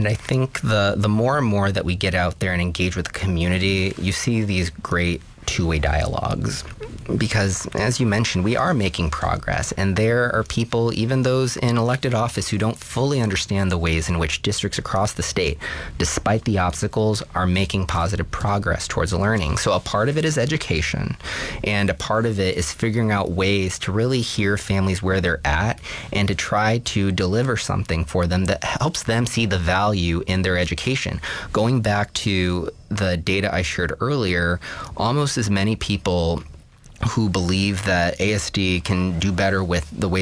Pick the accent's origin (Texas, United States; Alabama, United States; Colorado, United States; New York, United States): Texas, United States; moved away as an adult; now in Anchorage, United States; I'm from Texas